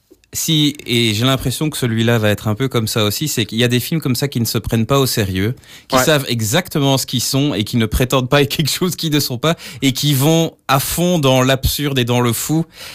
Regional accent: Belgium; je viens de Belgique.

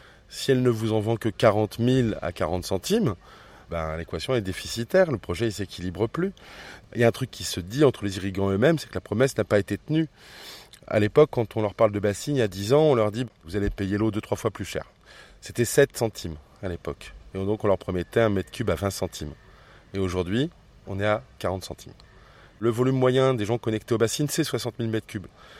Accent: Beauvais, Hauts-de-France, France; born there; Je suis né à Beauvais

